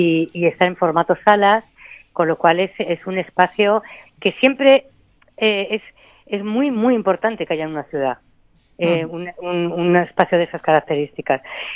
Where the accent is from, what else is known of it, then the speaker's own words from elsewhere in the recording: Getafe, Community of Madrid, Spain; Aunque nacimos en Madrid, yo estuve pues como en la adolescencia viviendo en Getafe.